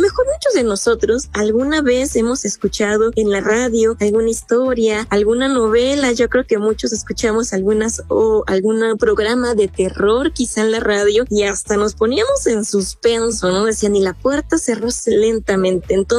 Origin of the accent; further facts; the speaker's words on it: Hidalgo, Mexico; nuestra Huasteca hidalguense.